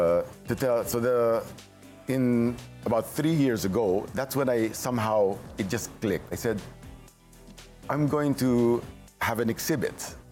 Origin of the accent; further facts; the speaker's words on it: Davao, Davao Region, Philippines; And then you know, like someone from Davao, because we're from Davao, he had an art gallery